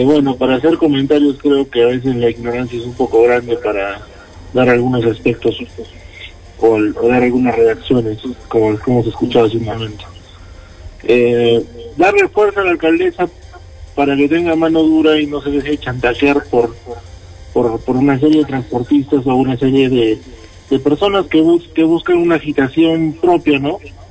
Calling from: Arequipa, Peru; una vergüenza ajena que uno siente como arequipeño

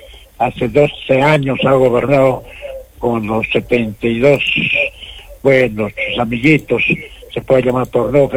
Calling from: Arequipa, Peru; yo, como peruano

